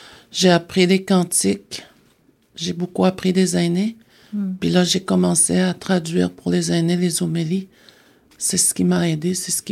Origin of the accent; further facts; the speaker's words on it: Schefferville, Quebec, Canada; Je viens de la communauté de Matimekush Lakjam.